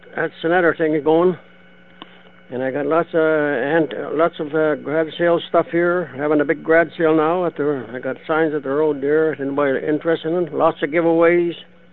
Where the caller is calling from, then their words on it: Manitoba, Canada; The sunny Interlake.